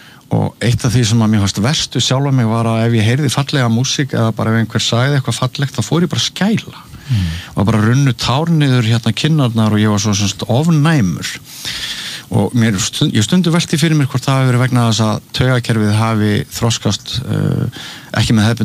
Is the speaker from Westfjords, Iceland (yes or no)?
no; Mývatnssveit, Northeastern Region, Iceland; ég elst upp hann í Mývasveitinni, fer ungur í heimavistarskóla, svo til Akureyrar.